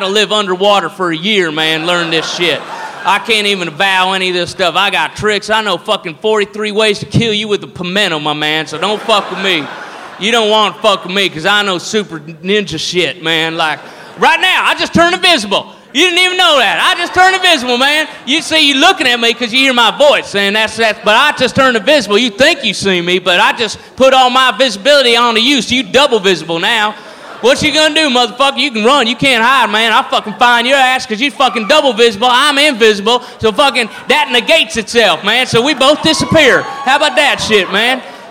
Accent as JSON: {"language": "English", "town": "El Paso", "region": "Texas", "country": "United States", "tie": "born or raised there", "said": "from El Paso, Texas. Born and raised. Yeah, what do you... what do you mean my accent's funny to you? I don't know what you're saying. What are you talking about? El Paso, I never left here, you know."}